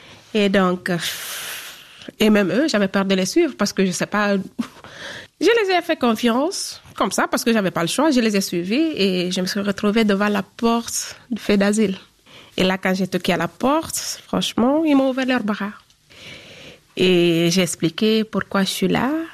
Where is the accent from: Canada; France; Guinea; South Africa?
Guinea